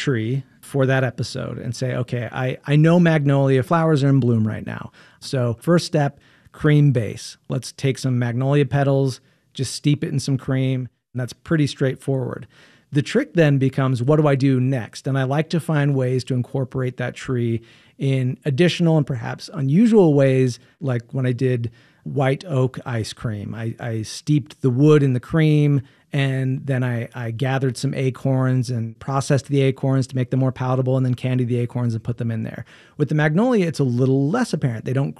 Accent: Utah, United States; you know, I'm from Utah. I spent a lot of time in the mountains.

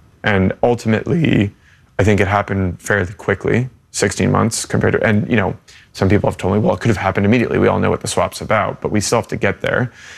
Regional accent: United States; And I'm an American journalist.

